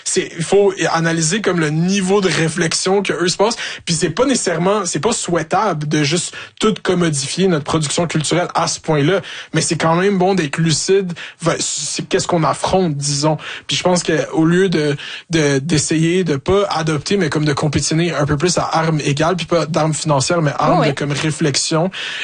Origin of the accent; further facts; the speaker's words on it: Quebec, Canada; parce que forcément on est Québécois. On fait des affaires pour les Québécois.